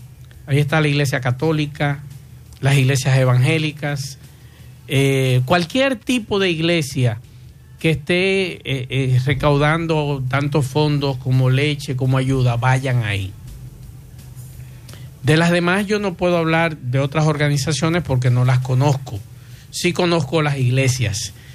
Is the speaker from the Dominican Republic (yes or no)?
yes; Dominican Republic; nosotros hemos dado a demostrar como dominicanos, y eso me hace sentir orgulloso